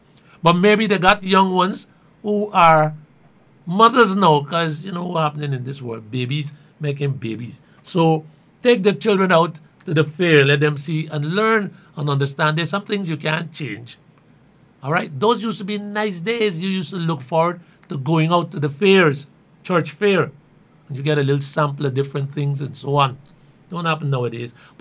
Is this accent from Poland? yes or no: no; Georgetown, Demerara-Mahaica, Guyana; I grew up in Kitty.